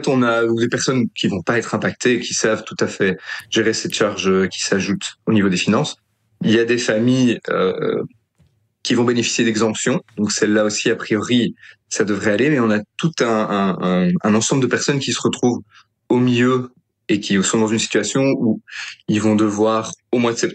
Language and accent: French; Gosselies, Wallonia, Belgium; j'ai grandi à Gosselies, dans la région de Charleroi